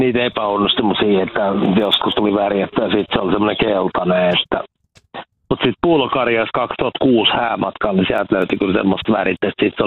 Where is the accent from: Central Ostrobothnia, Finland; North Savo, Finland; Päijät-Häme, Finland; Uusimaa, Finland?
Päijät-Häme, Finland; Lahti; moved away as an adult; now in Kouvola, Finland; En, mä Lahdesta kotoisin, että 2003 muutin tänne Kouvolaan ja kiersin koko Kouvolaan ympäri ja sitten asetuttiin perheen kanssa tähän Korjalle 2016.